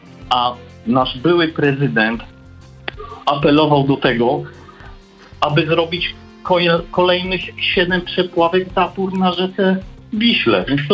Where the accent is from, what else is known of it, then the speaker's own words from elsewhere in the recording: Tomaszów Mazowiecki, Łódź Voivodeship, Poland; moved away as an adult; also born or lived in London; z Tomaszowa Mazowieckiego nad przepiękną rzeką Wilicą. To jest największy lewy dopływ Wisły w Polsce.